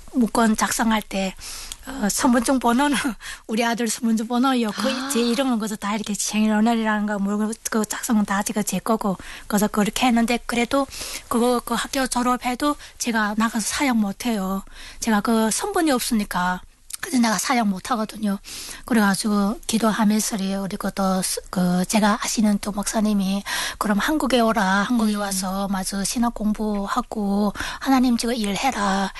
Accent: Chongjin, North Hamgyong, North Korea; now in South Korea; 남한 정착한 지 2개월 된 함경북도에서 온

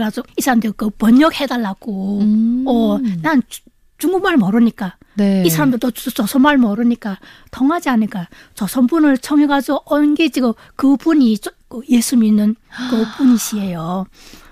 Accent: North Korea; now in South Korea; 안녕하세요.

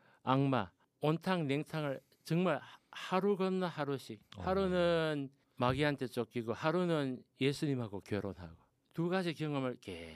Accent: Daegu, South Korea; 새마을 타고 제 고향인 대구로 그때 내려왔는데

